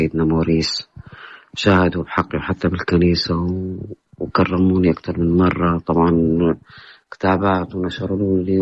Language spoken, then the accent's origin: Arabic; Al-Hasakah Governorate, Syria; أنا من قرية الوطوطية امرأة مسلمة سيدة مسلمة وعشت عمري طفولتي بين قريتنا قريتنا السريان طبعا تتميز بأهلنا السريان المسيحية وعشت بينهم واللغة أتقنها يعني كثير كويس